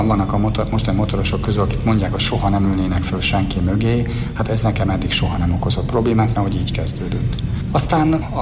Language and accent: Hungarian; Budapest, Hungary; én kőbányai vagyok, kőbányán születtem